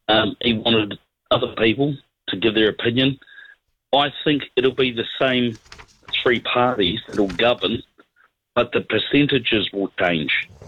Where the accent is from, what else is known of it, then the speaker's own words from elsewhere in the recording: New Zealand; now in Australia; I love my home country.